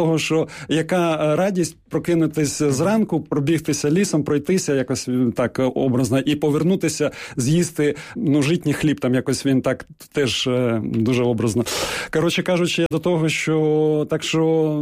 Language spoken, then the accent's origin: Ukrainian; Kyiv, Ukraine; born there; я, наприклад, народився в Києві, але чомусь люди шаблонно думають, ну, якщо я тут живу там чи народився, то я все знаю.